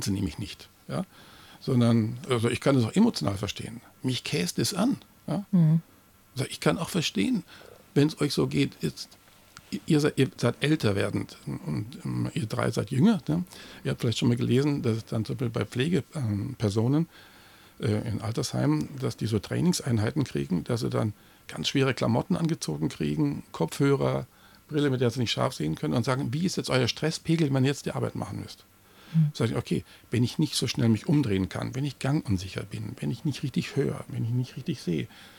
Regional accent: Bavaria, Germany; ich komme aus Bayern, da gab es die üblen Wirtshausschlägereien mit zerbrochenen Maskrügen.

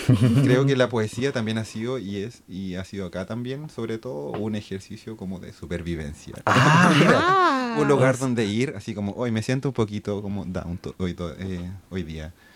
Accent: Santiago, Santiago Metropolitan Region, Chile; moved away as an adult; now in Tübingen, Germany; yo vengo de Santiago, Santiago de Chile. Llegué hace 2 años y medio acá a trabajar en mi tesis de doctorado en la clínica en Tübingen. Al principio me sentí muy extranjero, viniendo de una ciudad muy grande

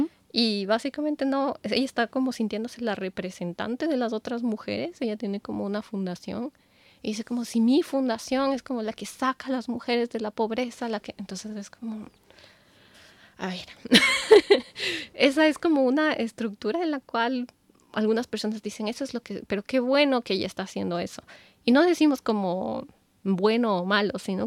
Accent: Quito, Pichincha, Ecuador; now in Europe; mi ciudad de origen.

